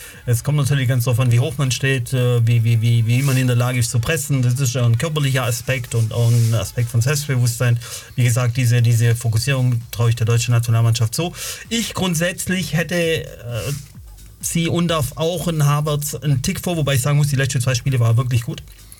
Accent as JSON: {"language": "German", "country": "Italy", "lives_now": "Germany", "said": "als Italiener"}